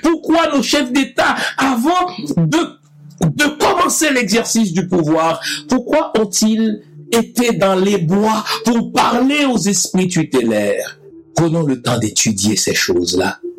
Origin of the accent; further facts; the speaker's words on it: Haiti; Je suis haïtien, je suis un vaudouologue, j'ai étudié le vaudou.